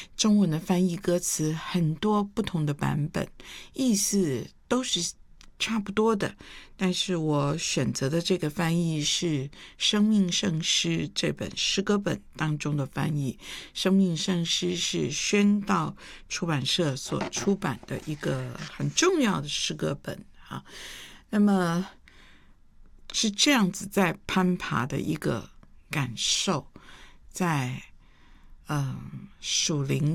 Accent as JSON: {"language": "Chinese", "region": "Taipei", "country": "Taiwan", "said": "我们就是台北的、台湾的"}